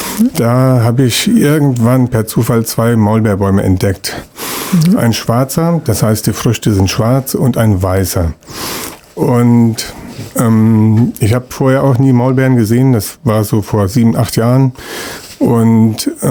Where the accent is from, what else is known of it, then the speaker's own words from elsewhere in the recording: Oberdünsebach, Hesse, Germany; Und so war das auch hier bei uns hier im Werra-Meißner-Kreis und auch bei mir in Oberdünsebach, wo ich herkomme.